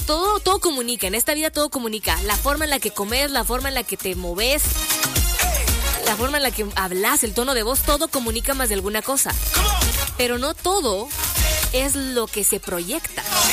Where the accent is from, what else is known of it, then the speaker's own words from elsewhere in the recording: Guatemala; si somos chapines, hombre, no ve que se nos sale aquí el barrio